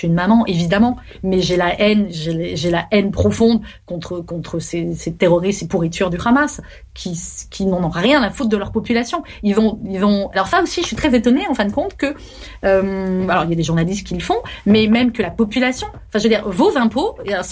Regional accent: France; Nous, pour le Bataclan, j'ai envie de dire parce qu'on est français, évidemment qu'on a souffert

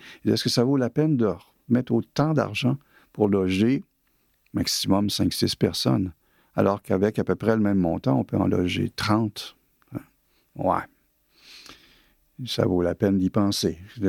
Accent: Quebec City, Quebec, Canada; Puis même ma ville natale, Québec, que j'adore, puis dont je m'ennuie souvent

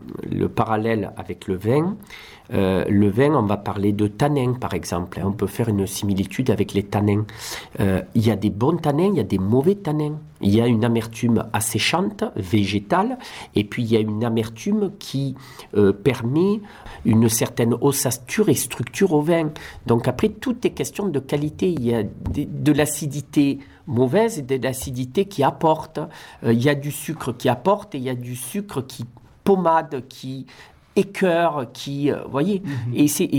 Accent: Provence-Alpes-Côte d'Azur, France; Alors, moi je suis originaire de Camargue, donc ce n'est pas dans mes gènes, la gentiane.

